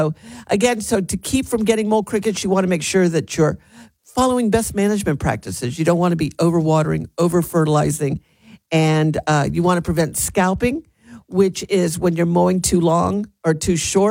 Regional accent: Winter Haven, Florida, United States; when I was little growing up in Florida, it was Silver Lake in Winter Haven, Lake Silver.

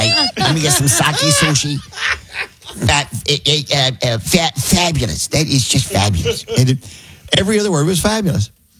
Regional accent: Texas, United States; I'm from Texas. I'm from the South as well. I mean, I have family members that speak like that.

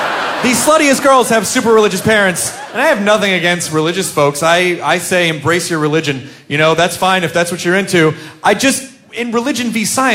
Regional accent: Tennessee, United States; I grew up in the Bible Belt in Tennessee. Tennessee's like the buckle of the Bible Belt, and that's where I grew up.

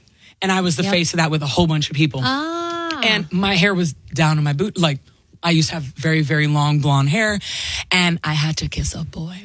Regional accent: Miami, Florida, United States; So I grew up in Miami, 305 till I die forever.

